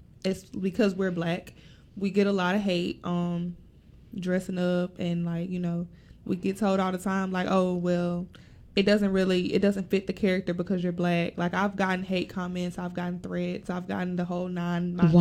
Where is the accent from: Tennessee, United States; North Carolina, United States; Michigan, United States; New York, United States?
Tennessee, United States; Memphis; growing up being a black nerd, was difficult because I'm from Memphis originally, so it was looked down upon